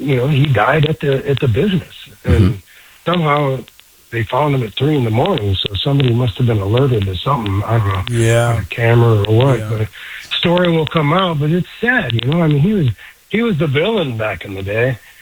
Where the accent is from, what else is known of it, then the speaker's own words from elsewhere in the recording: Detroit, Michigan, United States; now in Sacramento, United States; I am from Detroit, but I've been in Sacramento for 20-plus years.